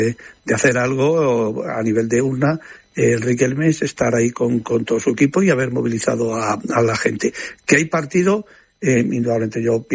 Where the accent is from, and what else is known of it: Trujillo, Extremadura, Spain; born or raised there